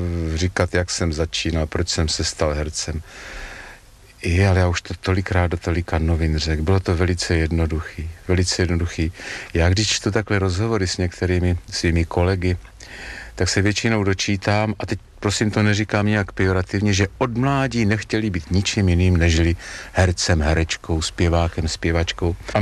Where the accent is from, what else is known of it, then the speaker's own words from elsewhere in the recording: Smiřice, Hradec Králové Region, Czechia; a když se u nás ve Smiřicích najednou objevila cedulka, že pan profesor Skupa zavítal k nám se svým loutkovým divadlem